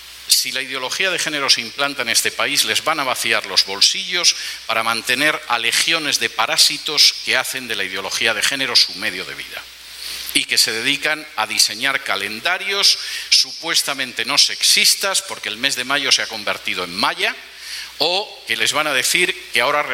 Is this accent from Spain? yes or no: yes; Spain; moved away; en mi país, hace cosa de poco más de un año, en algunas regiones de España